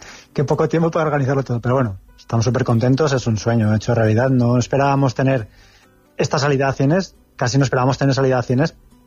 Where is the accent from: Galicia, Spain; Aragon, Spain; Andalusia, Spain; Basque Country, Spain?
Aragon, Spain; moved away; que es de mi tierra